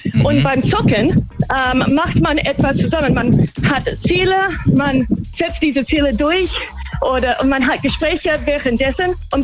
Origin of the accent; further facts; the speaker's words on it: Australia; German is a second language; Nee, eigentlich nicht. Ich komme aus Australien.